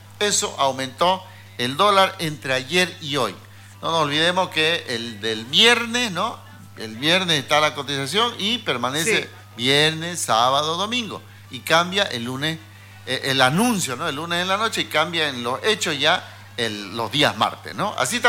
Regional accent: Santa Cruz de la Sierra, Santa Cruz, Bolivia; born there; Yo soy cruceño, camba, cruceño soy yo. Pues tengo de todo. Yo nací aquí. Nací a una cuadra y media de la Plaza 24 de Septiembre.

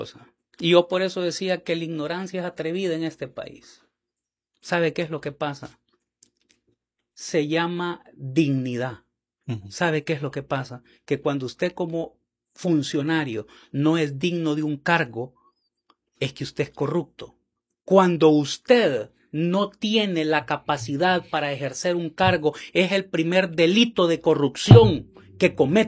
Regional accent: El Salvador

